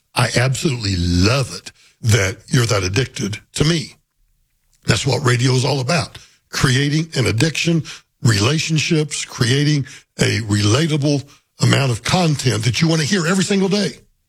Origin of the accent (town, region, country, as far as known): Liberal, Kansas, United States; born or raised there; now in Colorado, United States